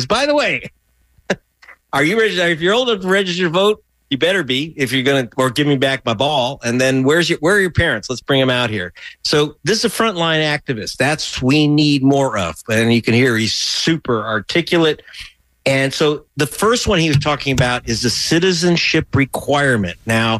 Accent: Pacoima, California, United States

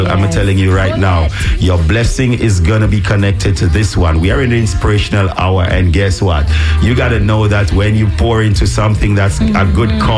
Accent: Jamaica; You know, we are from Jamaica, to be specific. Tim is our American brother here from another mother, but all the other people here, and guess what, we are known for being sprinters.

